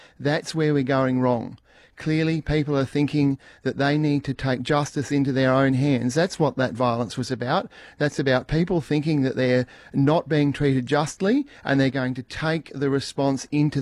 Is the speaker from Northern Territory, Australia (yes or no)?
yes; Northern Territory, Australia; Now, I grew up in Walpri and Amadjara communities, and I spent a lot of time in Pintupi Luritja communities and even Pingalia communities.